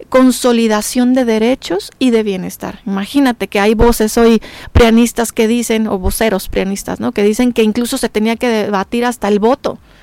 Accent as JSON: {"language": "Spanish", "country": "Mexico", "said": "tengo una gran pasión de defender lo que nos mueve para bien como mexicanos."}